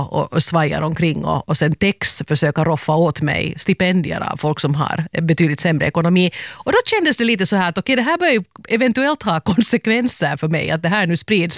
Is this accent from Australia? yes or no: no; Finland